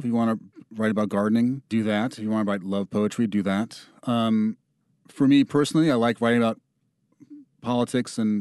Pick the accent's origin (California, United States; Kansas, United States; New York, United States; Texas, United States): New York, United States; And I grew up in New York in the 80s, where you'd hear about Michael Griffith, Eleanor Bumpers.